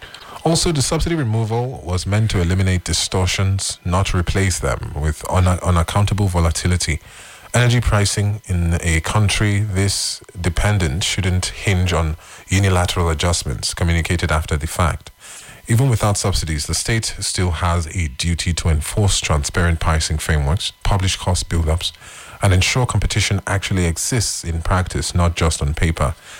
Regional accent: Nigeria; from my experience as a Nigerian citizen

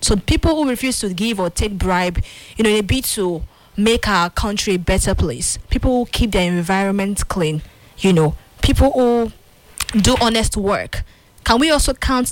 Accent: Nigeria

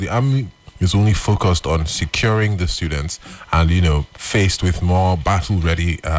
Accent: Lagos, Nigeria; I grew up in Lagos, actually.

